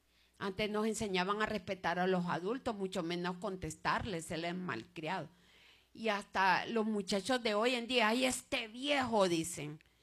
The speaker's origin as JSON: {"language": "Spanish", "country": "Honduras", "said": "en mi país, Honduras"}